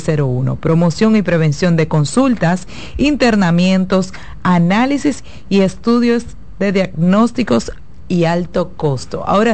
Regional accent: Dominican Republic; Donde quiera que nos encontremos como dominicanos

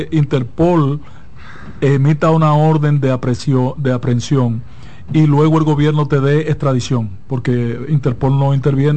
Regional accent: Santiago, Dominican Republic; also born or lived in Barahona / Mao / La Vega; Yo soy de Santiago.

